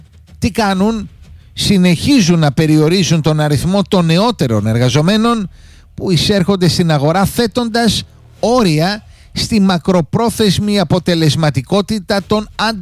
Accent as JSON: {"language": "Greek", "country": "Greece"}